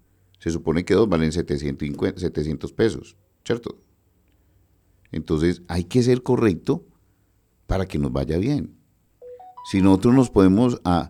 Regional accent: Antioquia, Colombia; nosotros los antioqueños

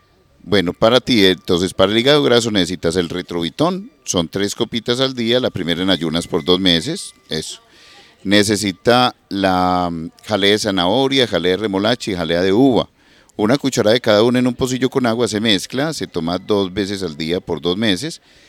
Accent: Antioquia, Colombia; born there; aquí vivían en Prado Centro. Que yo nací en Prado Centro.

